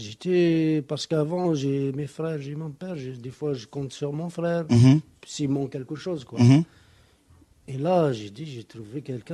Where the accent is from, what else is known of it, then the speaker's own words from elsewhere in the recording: Algeria; Et je suis algérien.